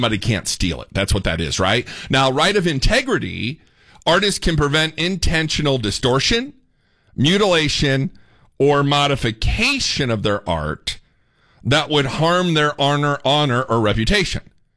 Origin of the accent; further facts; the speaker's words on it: Indiana, United States; moved away; I'm from Indiana, so be nice to me.